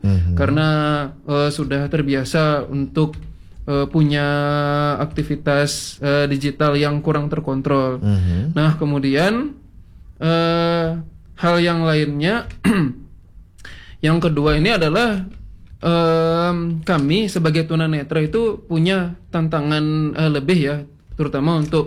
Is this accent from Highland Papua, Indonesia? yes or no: no; Bali, Indonesia; Jadi bagaimana kita sebagai orang Bali